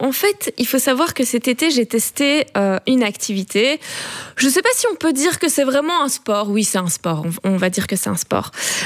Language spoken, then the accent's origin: French; Belgium; mélanges, hein, nous les Belges.